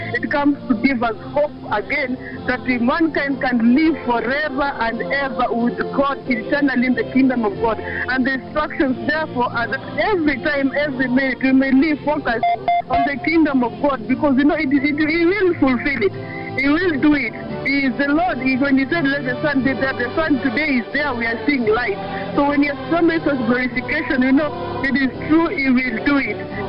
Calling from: Juja, Kiambu County, Kenya; I'm coming tonight from Juja here.

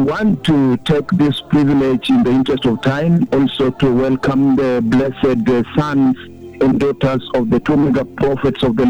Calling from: Soi, Uasin Gishu County, Kenya; I'm calling you from Soi region here in Uasin Gishu.

